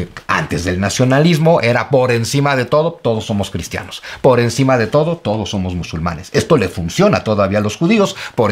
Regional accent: Mexico; Y sin embargo, ambos comparten una idea, somos mexicanos.

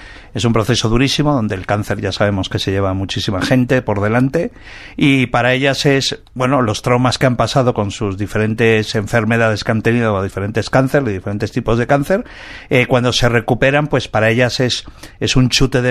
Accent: Bilbao, Basque Country, Spain; Soy de Bilbao, joder.

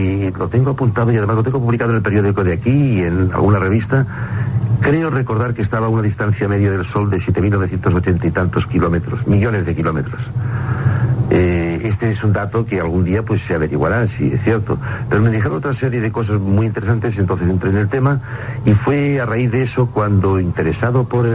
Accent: Equatorial Guinea; now in Spain; Yo estaba en el año 69, me vine a España de Guinea Ecuatorial.

